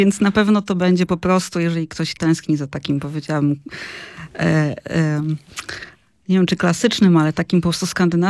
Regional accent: Pomeranian Voivodeship, Poland; jestem też stąd, w sensie nie jestem kaszubką, ale jestem z Pomorza.

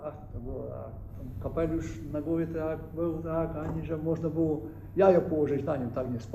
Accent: Gać, Subcarpathian Voivodeship, Poland; był taki cymbalista u nas w Gaci

